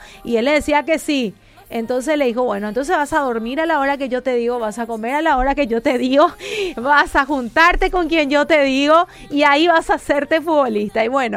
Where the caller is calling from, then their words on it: Villa Elisa, Central, Paraguay; de Villa Elisa.